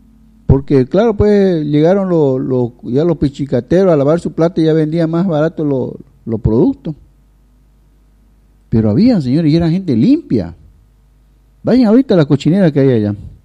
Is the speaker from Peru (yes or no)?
no; Cochabamba, Bolivia; Yo soy cochabambino. Van a disculpar, no representa todo Cochabamba